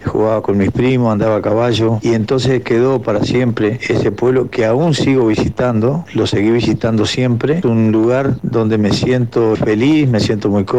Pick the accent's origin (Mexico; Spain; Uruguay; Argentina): Uruguay; Minas, Lavalleja; born there; Si bien casi toda mi familia es de Barriga Negra, yo ya nací en Minas, pero Polanco fue el pueblo que a donde yo desde niño iba al arroyo, jugaba con mis primos, andaba a caballo, y entonces quedó para siempre ese pueblo que aún sigo visitando, lo seguí visitando